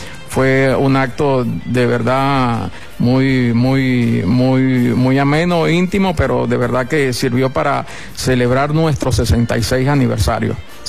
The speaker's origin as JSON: {"language": "Spanish", "town": "El Vigía", "region": "Mérida", "country": "Venezuela", "tie": "born or raised there", "said": "los que crecimos acá en el Vigía"}